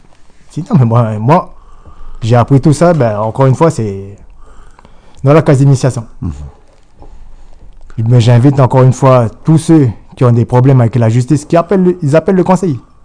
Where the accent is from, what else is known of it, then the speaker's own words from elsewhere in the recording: New Caledonia; Mais aujourd'hui, c'est ça. Nous, on est des Kanaks. On n'est pas des Français.